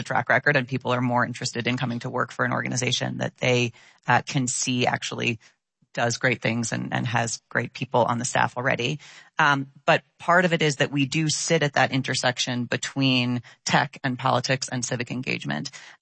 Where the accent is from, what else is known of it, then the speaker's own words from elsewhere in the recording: New York, United States; I'm born and raised in New York.